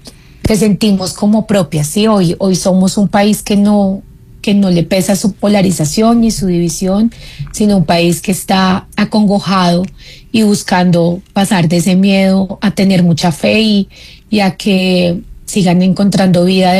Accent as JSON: {"language": "Spanish", "town": "Bogotá", "region": "Bogotá D.C.", "country": "Colombia", "said": "Yo soy de Bogotá, pero digamos que tengo familia en Medellín. Mi mamá es de Manizales."}